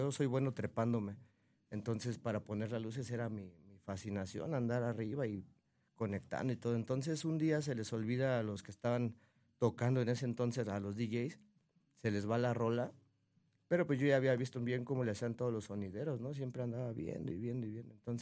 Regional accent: Mexico City, Mexico; ahí en el barrio, en Leyes

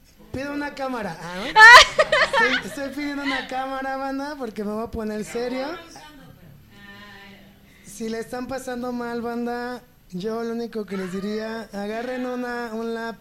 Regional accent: Ecatepec, State of Mexico, Mexico; now in Mexico City, Mexico; vivir en Querétaro y luego llegar a CDMX, yo que vengo de Catepec

